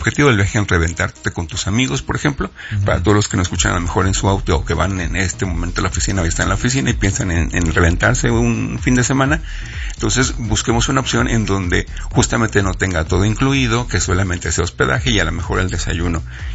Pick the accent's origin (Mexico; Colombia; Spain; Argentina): Mexico; somos estos mexicanos